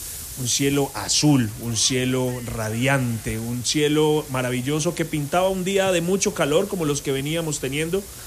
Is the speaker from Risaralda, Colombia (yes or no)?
yes; Pereira, Risaralda, Colombia; somos pereiranos